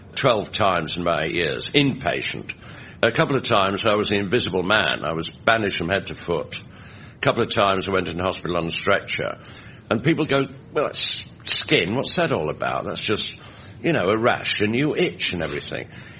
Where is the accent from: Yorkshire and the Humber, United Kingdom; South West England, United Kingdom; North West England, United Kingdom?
Yorkshire and the Humber, United Kingdom; Leeds; My first job was 1956 at the City Varieties in Leeds, my hometown.